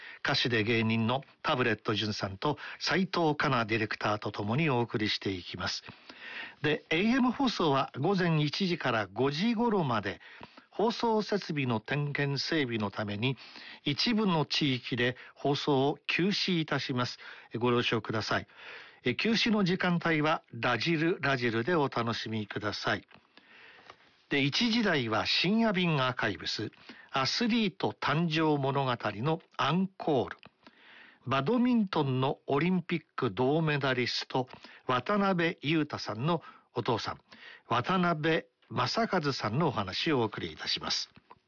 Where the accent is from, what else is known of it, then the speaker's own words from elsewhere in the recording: Oita, Japan; moved away; 大分県は私のふるさとでありまして、まあ大分市の方だったんですけれども、